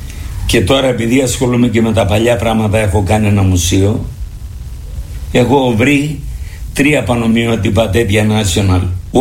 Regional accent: Keramitsa, Epirus, Greece; Είμαι από την Κεραμίτσα και από ένα συνεγγισμό που λέγεται Ζοβόρη.

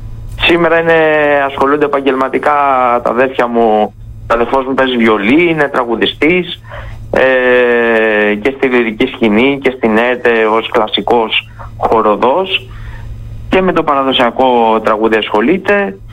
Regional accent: Kalavryta, Western Greece, Greece; born there; Εγώ κατάγομαι από την Πελοπόννησο, από τα Καλάβρητα συγκεκριμένα, το πόταμα Καλαβρίτων, και πάω στο Καλαβρίτων, τα χωριά των γονιών μου, 12 χιλιόμετρα μεταξύ τους η απόσταση.

